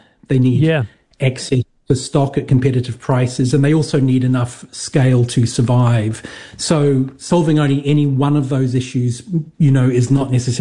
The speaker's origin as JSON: {"language": "English", "country": "New Zealand", "moved": "as an adult", "lives_now": "Adelaide, Australia", "said": "I am a New Zealander. Oh, I've only lived in Adelaide for about 4.5 years."}